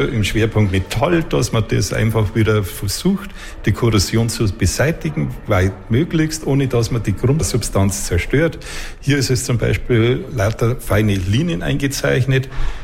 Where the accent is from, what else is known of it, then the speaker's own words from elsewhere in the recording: Ingolstadt, Bavaria, Germany; born there; ich bin ein gebürtiger Ingolstädter